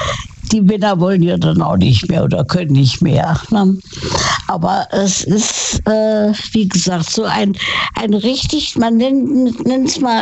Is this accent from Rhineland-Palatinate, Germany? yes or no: no; Saarland, Germany; Ich komme aus dem Saarland.